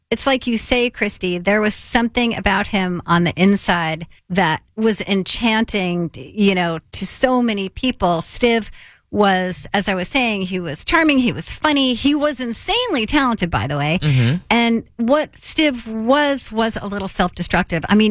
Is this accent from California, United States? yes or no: no; New York, United States; I grew up in Austin, New York during the time